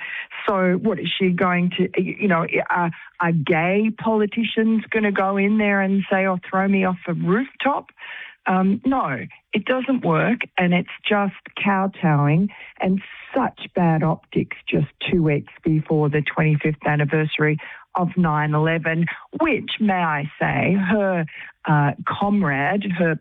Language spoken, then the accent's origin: English; Queens, New York, United States; it's your hometown and mine, too. I mean, I was born in Queens, like the president.